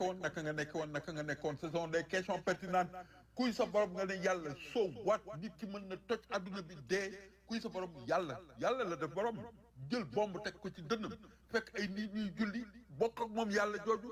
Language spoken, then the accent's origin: French; Senegal; En tant que Sénégalais